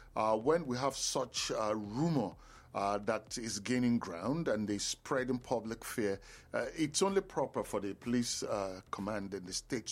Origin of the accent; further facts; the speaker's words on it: Nigeria; I'm a Nigerian.